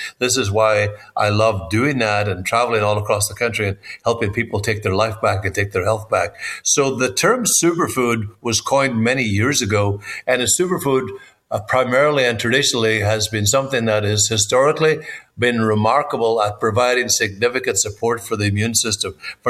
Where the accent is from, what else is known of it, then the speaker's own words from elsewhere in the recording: Ireland; now in United States; And I respect America. I love America. It's been great to me since I moved here from Ireland.